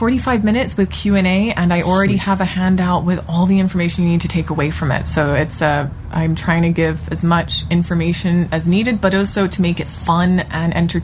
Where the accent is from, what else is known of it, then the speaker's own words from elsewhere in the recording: Hong Kong; That's big, because also growing up in Hong Kong, you know, I understand that environment.